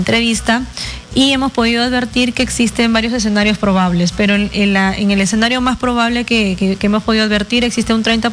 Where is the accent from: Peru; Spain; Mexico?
Peru